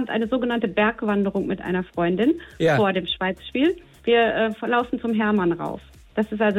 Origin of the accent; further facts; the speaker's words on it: Bad Meinberg, North Rhine-Westphalia, Germany; moved away as an adult; now in Switzerland; Und meine Wurzeln sind aber hier in Bad Meinberg. Ich bin eine richtige Urlipperin.